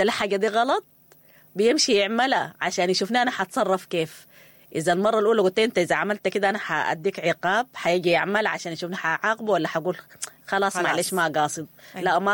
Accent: Sudan; احنا اعتدنا عليه يا ناس كسودانيين

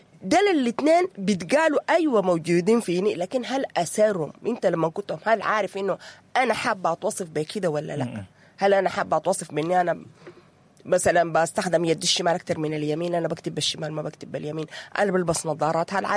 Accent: Sudan; نحن كسودانيين مجتمع علاقاتي

